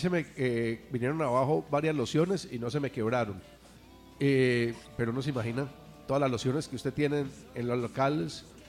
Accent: Pereira, Risaralda, Colombia; also born or lived in Salamina, Caldas, Colombia; nací en Salamina, por esas cosas del destino, más pereirana que las arepas de choclo en Galicia

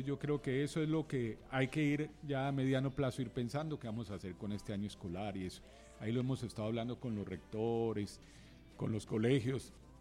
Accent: Pereira, Risaralda, Colombia; born there; Soy pereirano, nací aquí en 1964, pertenezco a una camada de pereiranos

